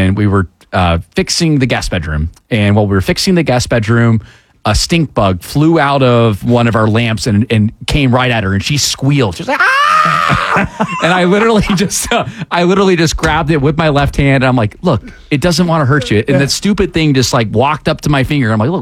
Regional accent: Atlanta, Georgia, United States; Both of us born and raised in Atlanta, and that's rare. So we have all of our friend groups that are still here.

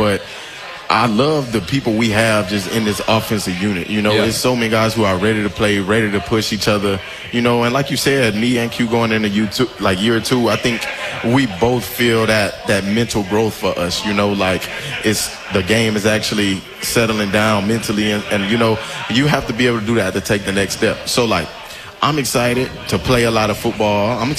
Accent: Louisiana, United States; I'm from Louisiana.

